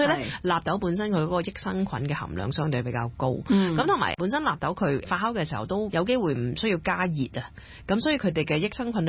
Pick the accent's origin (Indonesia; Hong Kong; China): Indonesia; 咁另外，我哋印尼人就鍾意食天貝啦